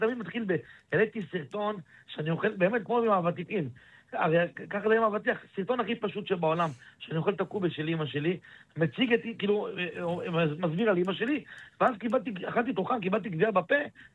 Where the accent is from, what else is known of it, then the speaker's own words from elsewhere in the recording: Zakho, Kurdistan Region, Iraq; now in Israel; אנחנו באנו מעיראק.